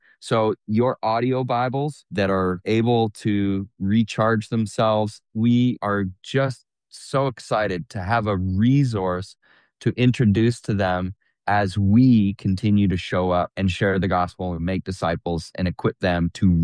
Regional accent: Canada; we're from Canada.

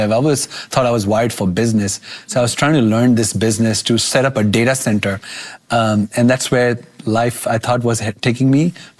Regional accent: Kolkata, West Bengal, India; now in United States; I grew up in Calcutta, eastern part of India.

